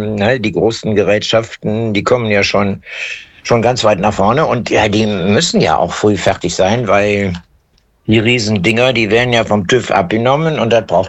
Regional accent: Düsseldorf, North Rhine-Westphalia, Germany; born there; als gebürtiger Oberkassler, und ich bin wirklich hier vorne an der Ecke, ich habe ja früher auch auf der Brennermoor gewohnt, also direkt parallel. Ich hatte mein Schlafzimmer zur Markgrafenstraße nach hinten raus.

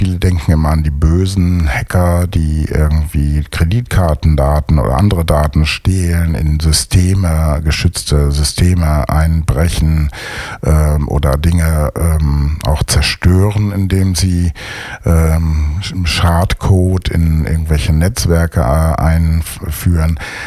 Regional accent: North Rhine-Westphalia, Germany; born or raised there

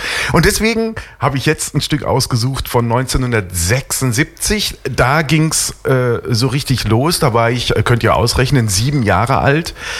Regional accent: North Rhine-Westphalia, Germany; now in Düsseldorf, Germany; Bin eigentlich Kind des Ruhrgebiets, wohne aber jetzt seit 32 Jahren in Düsseldorf.

